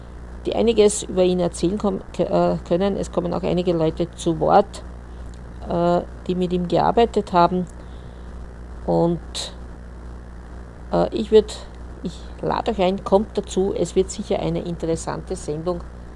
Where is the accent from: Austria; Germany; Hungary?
Austria; Vienna; Als Wiener Mädel ist es natürlich selbstverständlich, dass ich diesem Geburtstag Rechnung trage.